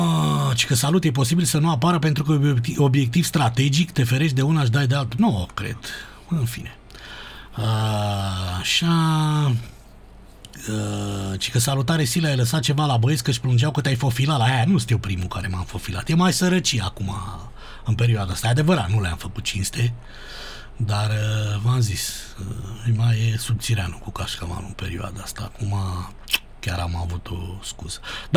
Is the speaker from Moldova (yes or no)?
no; Romania; exagerăm noi ca români